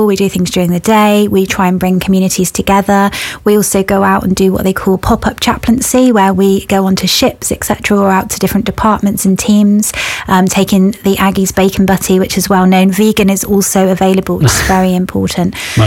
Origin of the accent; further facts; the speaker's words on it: Plymouth, South West England, United Kingdom; born there; And I was born in Plymouth, but my dad's Cornish, so I am totally impartial.